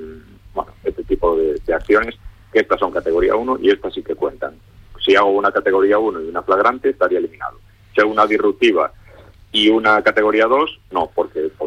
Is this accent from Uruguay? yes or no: no; A Coruña, Galicia, Spain; yo soy de Galicia.